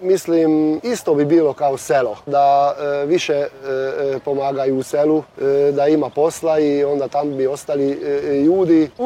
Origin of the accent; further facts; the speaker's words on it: Lukovišće, Somogy, Hungary; moved away as an adult; now in Barcs, Hungary; tamo sam se rodio, prijatelji, lovim u lovačkom društvu u Lukovišću, tam sam išao u školu, tam sam igrao nogomet, pa tam mi je po život i sada još.